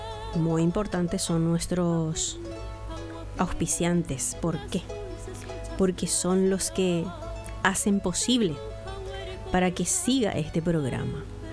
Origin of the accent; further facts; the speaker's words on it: Paraguay; ¿cómo no vamos a sentirnos orgullosos, aguara, como paraguayos?